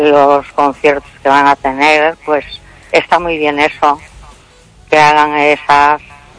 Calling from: Vigo, Galicia, Spain

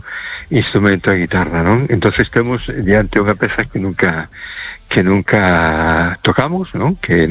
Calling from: A Coruña, Galicia, Spain; Hola, boa noite … de Coruña.

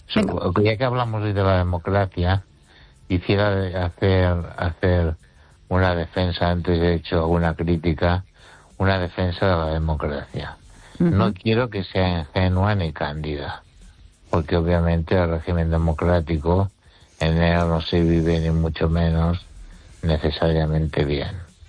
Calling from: Ourense, Galicia, Spain; También quiero saludar … de Ourense.

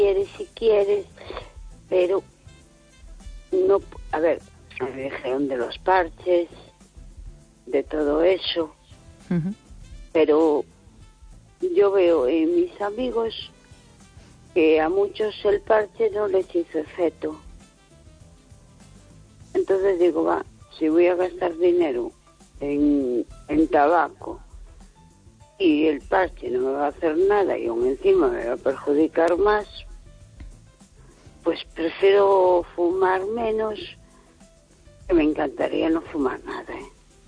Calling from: A Coruña, Galicia, Spain; de Coruña.

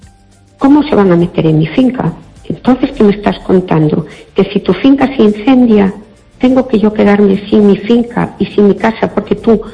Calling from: Fene, Galicia, Spain

